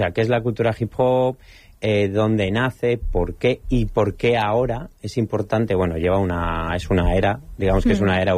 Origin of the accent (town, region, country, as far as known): Madrid, Community of Madrid, Spain